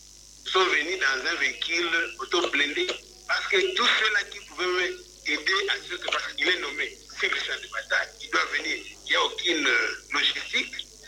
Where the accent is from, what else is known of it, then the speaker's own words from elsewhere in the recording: DR Congo; en tant que Congolais